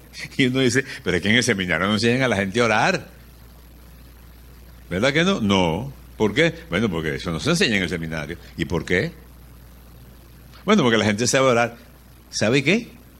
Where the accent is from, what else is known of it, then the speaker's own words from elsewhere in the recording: Caracas, Capital District, Venezuela; buenos días, hermano … yo vengo de Caracas y vengo a hablarles de la oración.